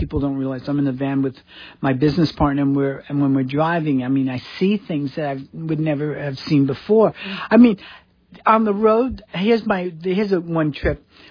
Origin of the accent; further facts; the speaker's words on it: New York, United States; I grew up in New York. That's so big. And, you know, it's a small city in one sense, but it's a lot of people.